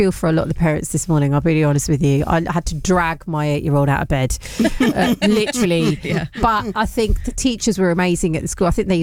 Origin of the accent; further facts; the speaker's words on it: England, United Kingdom; well, look, we're all English, mate, and our kids are English, you know